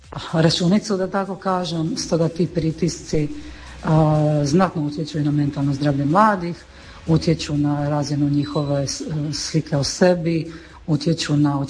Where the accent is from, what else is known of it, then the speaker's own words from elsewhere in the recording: Split, Split-Dalmatia County, Croatia; evo iz Splita sam pa je to lokacija gdje mi šetamo i penjemo se kad imamo snage